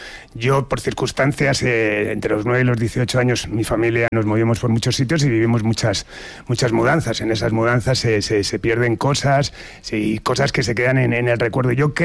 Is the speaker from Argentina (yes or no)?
no; Madrid, Community of Madrid, Spain; yo vivía, me crié en Alonso Cano 3, en Chamberí